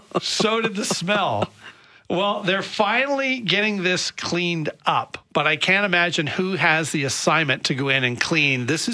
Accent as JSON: {"language": "English", "region": "Nova Scotia", "country": "Canada", "said": "I'm originally from Nova Scotia."}